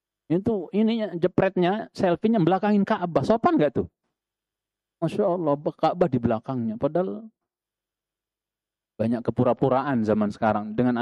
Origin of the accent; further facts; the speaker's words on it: Lombok, West Nusa Tenggara, Indonesia; born there; now in Cilangkap, Jakarta, Indonesia; guru-guru saya, ustaz-ustaz saya di Lombok itu.